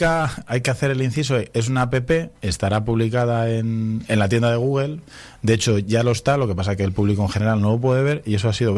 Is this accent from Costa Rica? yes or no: no; Laredo, Cantabria, Spain